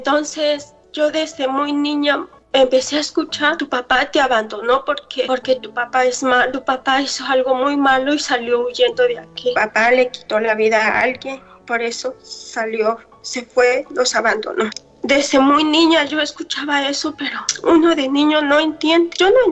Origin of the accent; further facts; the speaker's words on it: Chitumacla, Guerrero, Mexico; now in Arkansas, United States; Yo soy de aquí, de la comunidad de Arkansas, pero yo vengo de México, Guerrero. Vengo de un pueblito llamado Chitumacla